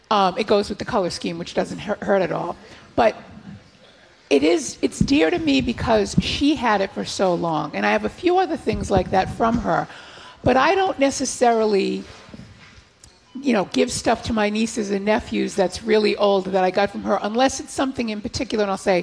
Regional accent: Rhode Island, United States; But he's a fellow Rhode Islander

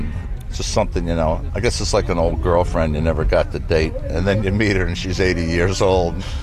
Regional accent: Florida, United States; now in West Falmouth, United States; When I grew up in South Florida

